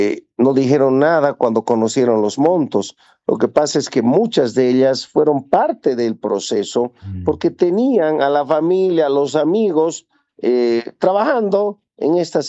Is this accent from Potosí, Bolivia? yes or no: yes; Potosí, Bolivia; Me da pena porque yo soy potosino y esa es una herida que llevamos los potosinos porque se nos mintió.